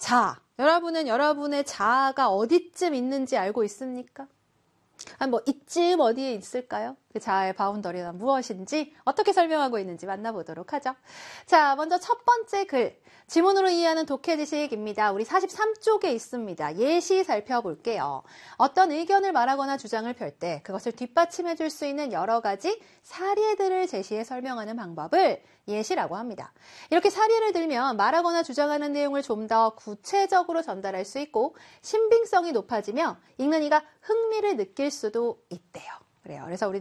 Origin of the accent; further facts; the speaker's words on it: South Korea; 우리는 한국인이니까 한국어를 쓰잖아요.